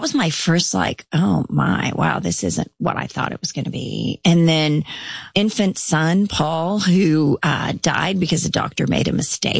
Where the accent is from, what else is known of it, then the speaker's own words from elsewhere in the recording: India; born there; So I was born in India. And when I was 3 months old, I contracted polio. Now in India, you don't get the vaccine at 3 months.